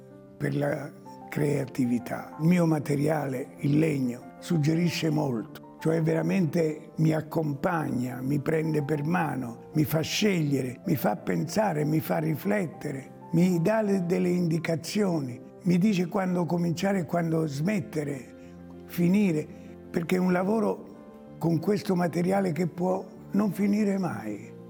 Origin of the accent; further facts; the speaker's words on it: Abruzzo, Italy; Io vengo dall'Abruzzo.